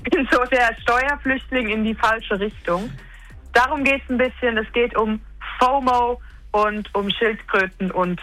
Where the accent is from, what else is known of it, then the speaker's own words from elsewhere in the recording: Switzerland; moved away as an adult; now in Germany; Als Schweizerin bin ich nach Deutschland gezogen, im ersten Jahr, wo ich Geld verdient habe.